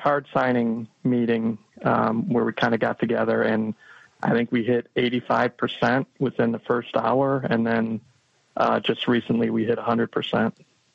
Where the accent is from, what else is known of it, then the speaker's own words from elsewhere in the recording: Arlington Heights, Illinois, United States; I was raised in Arlington Heights, and I went to Buffalo Grove High School